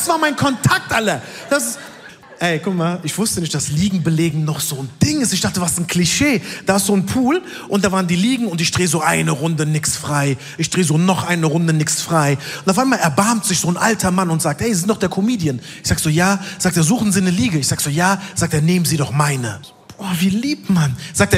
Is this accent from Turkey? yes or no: yes; Turkey; Ich sag so, nein, ich bin Türke.